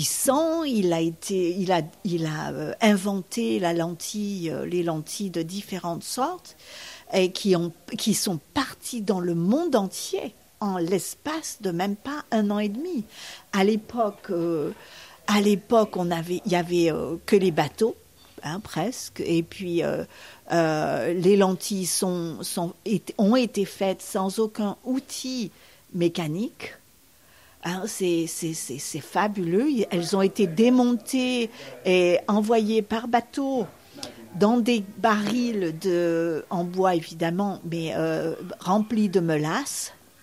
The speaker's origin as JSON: {"language": "French", "town": "Saint-Paul-de-Vence", "region": "Provence-Alpes-Côte d'Azur", "country": "France", "tie": "born or raised there", "also_born_or_lived": "Nice", "lives_now": "Key West, United States", "said": "Et oui, et puis en plus, je suis du sud de la France. Je suis née à Nice et élevée à Saint-Paul-de-Vence. Donc, j'aimais le soleil et la mer."}